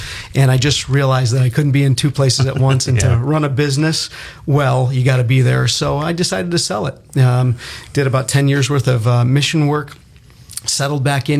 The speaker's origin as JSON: {"language": "English", "town": "Solvay", "region": "New York", "country": "United States", "tie": "born or raised there", "said": "Born and raised in Solvay."}